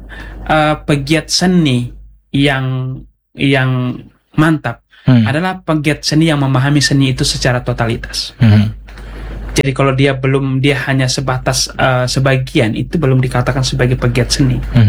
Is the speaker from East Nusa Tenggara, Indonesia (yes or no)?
yes; East Nusa Tenggara, Indonesia; Kalau misalnya kita orang Dawan, kemudian orang Timur, itu biasanya apa ya, bahasanya pelan, santun, kakak, dan seterusnya.